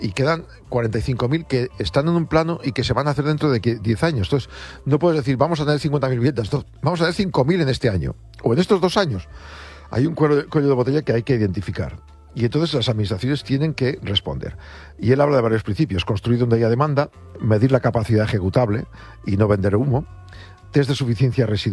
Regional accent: Burgos, Castile and León, Spain; en mi pueblo, en Burgos, un pueblo pequeñito

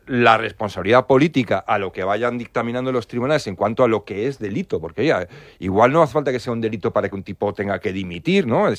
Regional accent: Spain; yo soy muy español y soy muy patriota

